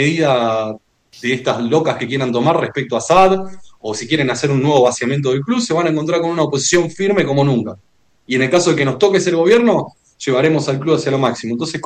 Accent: Tandil, Buenos Aires Province, Argentina; En este momento estoy en Tandil y yo soy oriundo de acá, nacido y criado acá.

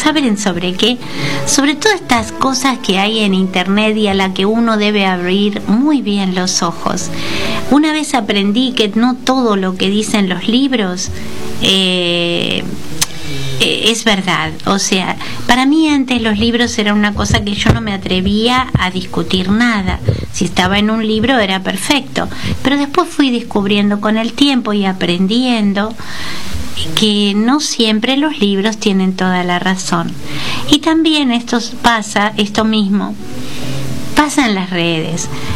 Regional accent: Argentina; que somos hermanos argentinos

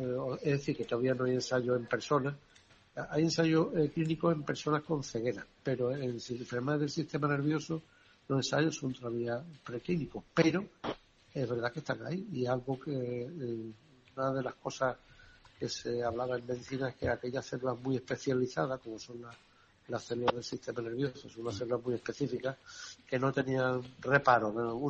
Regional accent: Spain; no somos los españoles más tontos que ellos

